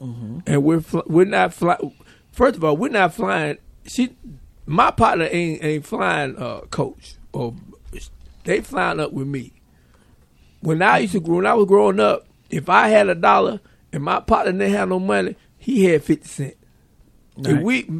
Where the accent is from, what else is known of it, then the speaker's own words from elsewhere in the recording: Atlanta, Georgia, United States; I'm from Atlanta. I'm player, man. Keep Atlanta player, man.